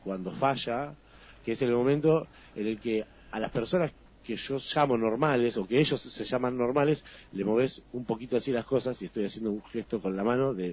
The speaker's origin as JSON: {"language": "Spanish", "town": "Los Toldos", "region": "Buenos Aires Province", "country": "Argentina", "tie": "born or raised there", "also_born_or_lived": "Junín / Mar del Plata / Puerto San Julián / Río Gallegos", "moved": "as an adult", "lives_now": "Bahía Blanca, Argentina", "said": "primario y secundario, o sea, fui criado en Los Toldos, ¿no? Un pueblito, sí, que está ahí a 45 kilómetros. Cuando cumplí 18, me fui a vivir a Mar del Plata. Y que mi corazón, sinceramente, yo me considero marplatense, porque en los 15 años que viví ahí"}